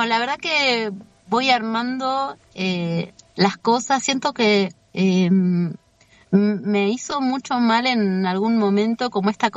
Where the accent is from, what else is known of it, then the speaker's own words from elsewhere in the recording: Trevelin, Chubut, Argentina; acá, en Trevelin, en mi pueblo